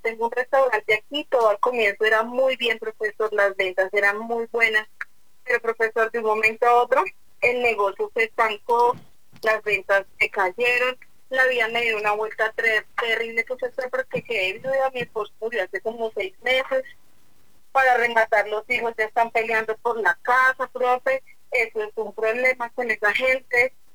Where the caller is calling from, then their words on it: Pacho, Cundinamarca, Colombia; lo llamo desde Pacho, Cundinamarca